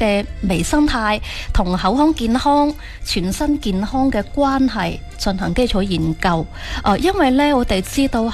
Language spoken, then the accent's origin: Cantonese; Foshan, Guangdong, China; 其实我咧都系土生土长嘅佛山顺德人嚟嘅